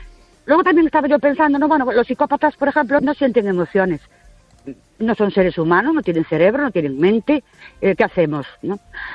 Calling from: Ourense, Galicia, Spain; de Ourense.

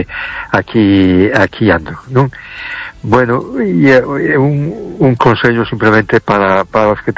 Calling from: A Coruña, Galicia, Spain; de Coruña.

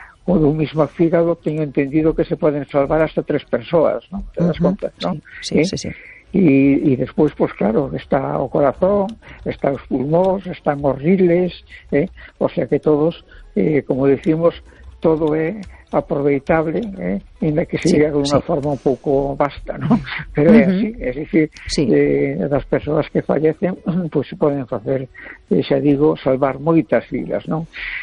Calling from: A Coruña, Galicia, Spain; de La Coruña.

